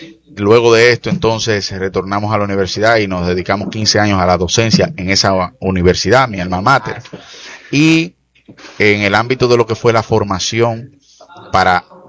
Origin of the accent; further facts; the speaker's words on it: Moca, Espaillat, Dominican Republic; me vinculé primero a 2 oficinas de mi pueblo natal, que es Moca, y luego de eso entonces paso a fundar mi propio bufete